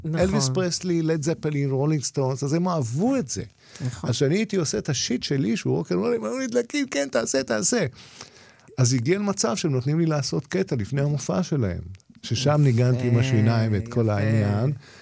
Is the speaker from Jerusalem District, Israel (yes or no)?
no; Rehovot, Central District, Israel; פגשתי את אני מרחובות, אז הוא מכיר אותי, ואני מכיר אותו